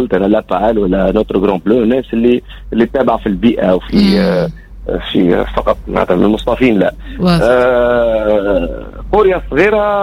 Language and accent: Arabic; Tunisia; عندنا في تونس